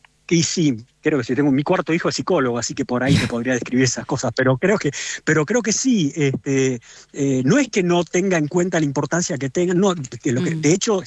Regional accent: Paraná, Entre Ríos, Argentina; 1989, yo soy de Paraná, viste, todo lo que es las matemáticas es medio complicado

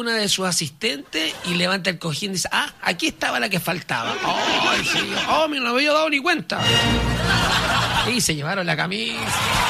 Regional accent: Chile; soy chileno

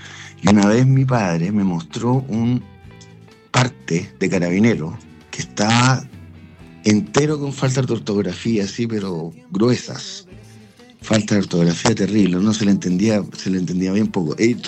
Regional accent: Concepción, Biobío, Chile; yo no soy chileno, yo soy de Conce.

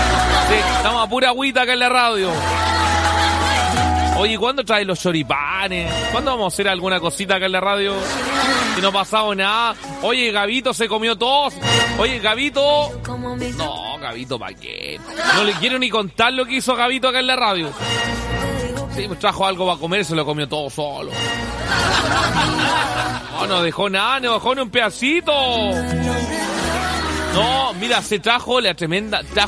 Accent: Valdivia, Los Ríos, Chile; Sí, es que yo soy de Valdivia, voy en Valdivia... Usted sabe que es una ciudad lluviosa, lluviosa, pero lluviosa.

